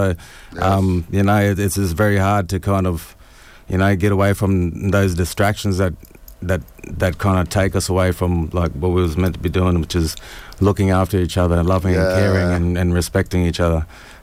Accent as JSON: {"language": "English", "town": "Jumbun", "region": "Queensland", "country": "Australia", "said": "I'm a proud worker, mate. Get him a mile from Cardwell, Jumbun, a little Aboriginal community there, just North Queensland of Australia."}